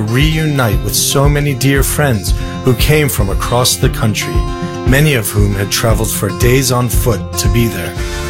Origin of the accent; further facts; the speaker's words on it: Papua New Guinea; As some of you may know, I was raised in Papua New Guinea